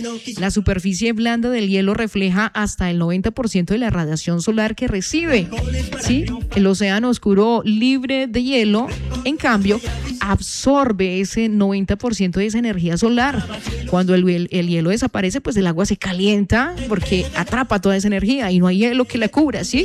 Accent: Colombia; Claro que nos importa, nosotros somos América Latina. Colombia es América Latina

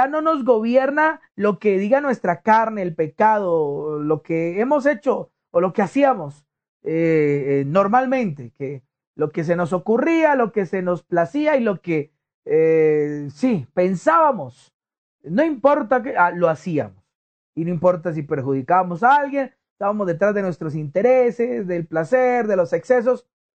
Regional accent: Colombia; born there; usted y yo colombianos nacimos aquí, yo soy colombiano, nací aquí en este país

